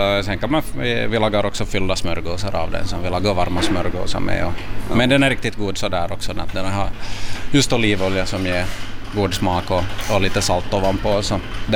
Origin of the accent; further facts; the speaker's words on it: Vaasa, Ostrobothnia, Finland; also born or lived in Italy; och mamma från Vasa. Jag levde några år i Italien också när jag var liten, men största delen av livet har jag vuxit upp ändå här i Finland och i Vasa just.